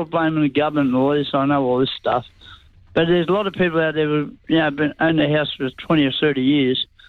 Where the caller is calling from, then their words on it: Sydney, New South Wales, Australia; you know I come from Mount Druitt